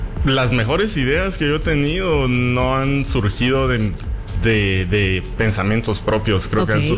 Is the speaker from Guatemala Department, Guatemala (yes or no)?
yes; Mixco, Guatemala Department, Guatemala; Yo soy de Misco.